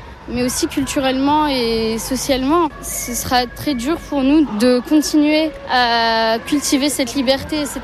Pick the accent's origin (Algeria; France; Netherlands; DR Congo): Algeria; j'ai pas le droit à la bourse et je suis algérienne, donc avec ce type de séjour, j'ai pas la capacité de travailler sans autorisation de travail.